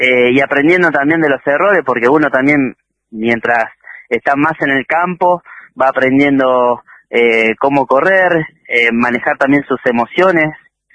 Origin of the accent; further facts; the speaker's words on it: Río Mayo, Chubut, Argentina; los dos somos de Río Mayo, crecimos juntos, entrenábamos juntos